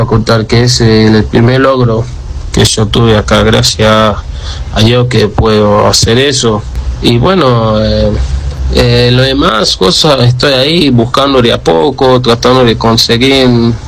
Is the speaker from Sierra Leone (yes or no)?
yes; Sierra Leone; Spanish is a second language; now in Argentina; soy de Sierra Leona. Llegué a Argentina hace 4 años ahora, desde 2022 que llegué.